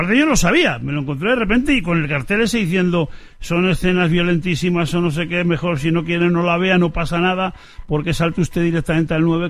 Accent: Valencia, Valencian Community, Spain; Buenos días … de Valencia.

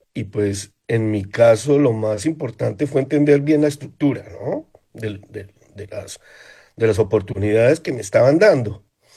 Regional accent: Colombia; Yo soy colombiano.

